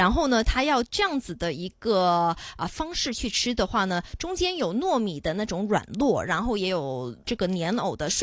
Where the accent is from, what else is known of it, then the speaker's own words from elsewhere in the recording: China; 然后我们中国人讲究不食不吃嘛